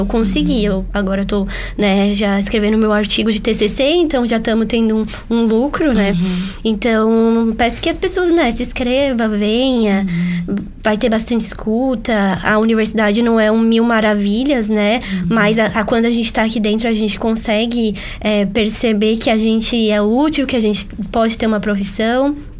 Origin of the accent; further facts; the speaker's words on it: São Paulo, Brazil; Então, eu sendo uma mulher periférica, que vim da região da periferia de São Paulo, cheguei aqui sem muita pretensão